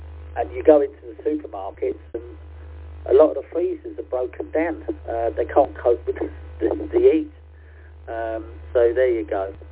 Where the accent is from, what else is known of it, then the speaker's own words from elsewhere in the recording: London, United Kingdom; now in Hull, United Kingdom; I don't come from Hull, as you can most probably appreciate by my voice. I come from London. I'm an East Ender